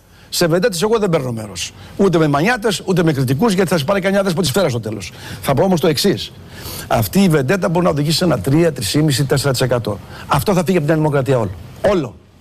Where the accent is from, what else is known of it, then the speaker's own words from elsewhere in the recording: Greece; Εγώ ούτε δεξιός είμαι ούτε ψευτοαριστερός. Εγώ είμαι Έλληνας πατριώτης.